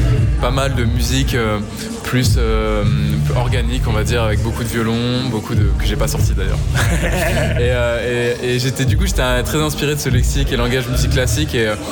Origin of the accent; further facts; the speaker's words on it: Rouen, Normandy, France; Dans ma ville natale à Rouen.